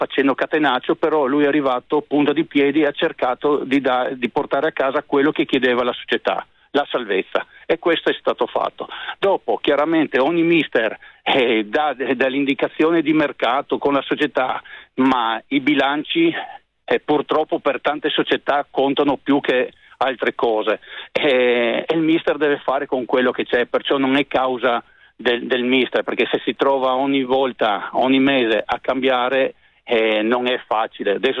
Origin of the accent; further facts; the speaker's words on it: Friuli-Venezia Giulia, Italy; io sono friulano